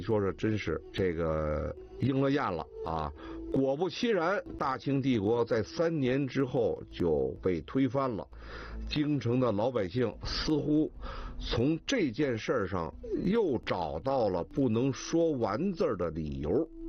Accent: Beijing, China; born there; 这个老北京人家里边院子里种枣树很普遍呢啊。我记得我小的时候住在外公家啊，他家的院子里就种着两棵枣树。

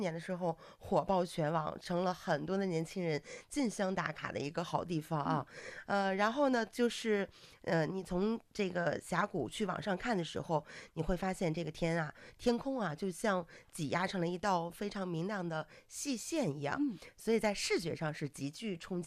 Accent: China

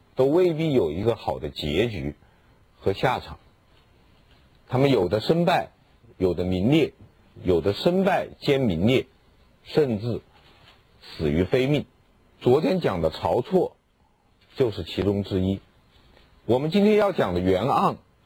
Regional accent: China; 但是按照我们中国人的观点呢

